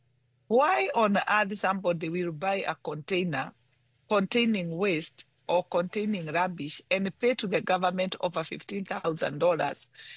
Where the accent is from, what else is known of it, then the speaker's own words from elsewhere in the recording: Kenya; we are very concerned as Kenyans